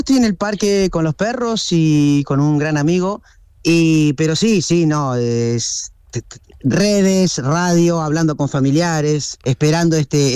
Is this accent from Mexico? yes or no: no; Argentina; Como argentino te digo que hoy vamos a ganar. Ya tenemos 3 Copas del Mundo, estamos acostumbrados a esta presión